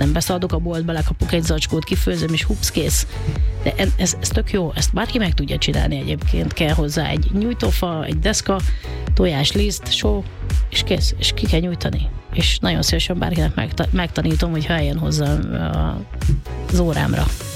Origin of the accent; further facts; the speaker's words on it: Hungary; born there; én nagyon vidéki gyerek vagyok